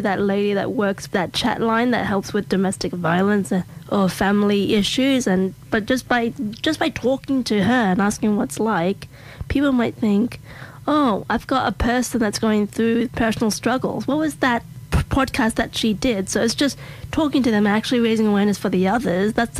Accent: Australia; also born or lived in Los Angeles, United States; So every time I would say I'm Australian, they go like, oh my God, Chris Hemsworth. And I'd say my father's from England.

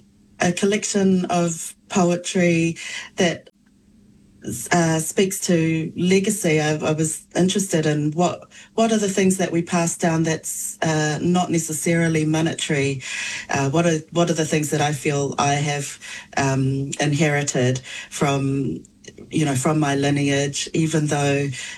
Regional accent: Wellington, New Zealand; also born or lived in Samoa; Yes, I was born in Samoa and then raised in Te Whanganui Ātara in Kilburnie in Wellington.

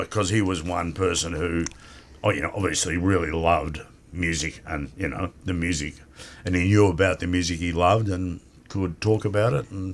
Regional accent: Mount Waverley, Victoria, Australia; I met George when I was probably 19 because I came from Mount Waverley and he comes from Burwood.

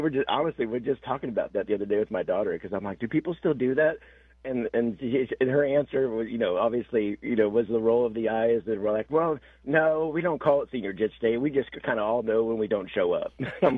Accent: California, United States; moved away; I'm from Northern California. That's my home.

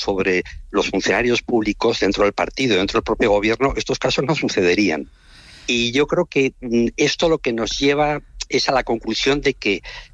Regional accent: Pamplona, Navarre, Spain; A través de la guía de teléfonos encontré el piso en el que vivía en Pamplona, muy cerca del Colegio de Jesuitas, donde yo había estudiado, yo soy

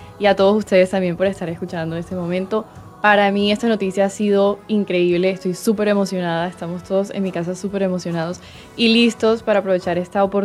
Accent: Cartagena, Bolívar, Colombia; En verdad, me siento muy afortunada de haber crecido acá en Cartagena, rodeada de toda la cultura y de todas sus personas.

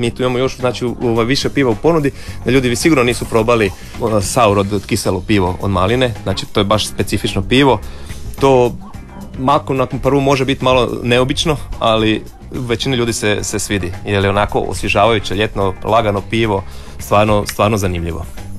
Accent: Osijek, Osijek-Baranja County, Croatia; now in Karanac, Croatia; Ja sam iz Osijeka.

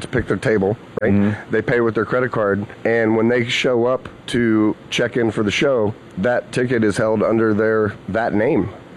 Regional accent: Texas, United States; also born or lived in Louisiana; I grew up in the South, right? Texas and Louisiana, and both sides of my family were blue-collar, middle-class people.

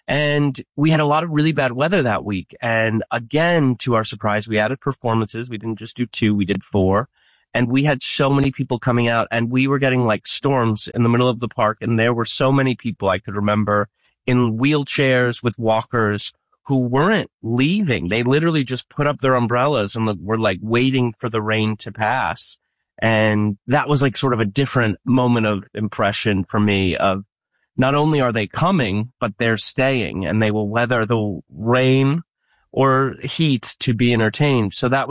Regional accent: Scranton, Pennsylvania, United States; moved away as an adult; now in Brooklyn, New York, United States; I'm still in Brooklyn, New York. I split my time between Brooklyn, New York, and my hometown of Scranton, Pennsylvania.

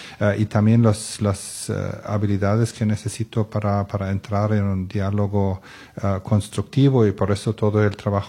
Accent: Germany; moved away as an adult; now in Costa Rica; Yo soy de Alemania y hay muchas décadas de inmigración también, sí.

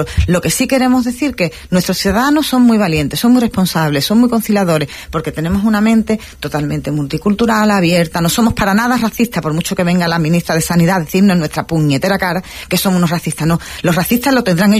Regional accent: Ceuta, Spain; lo hago desde ciudadana ceutí

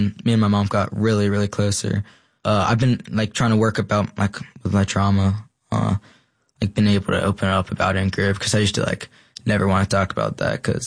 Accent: North Carolina, United States; I'm a 16-year-old male. I'm from North Carolina.

